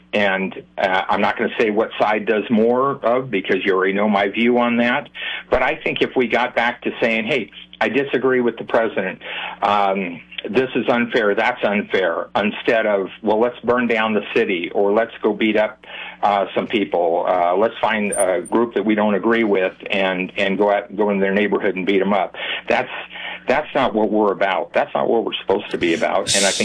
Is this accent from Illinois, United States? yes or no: no; San Luis Obispo, California, United States; growing up in San Luis Obispo